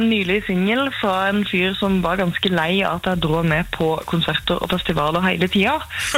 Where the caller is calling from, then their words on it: Sørlandet, Norway; Jeg er fra Sørlandet.